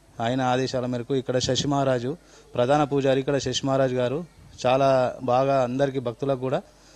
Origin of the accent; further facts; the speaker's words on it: Jankampet, Telangana, India; మాది జాన్కంపేట్ గ్రామం, ఎడపల్లి మండలం.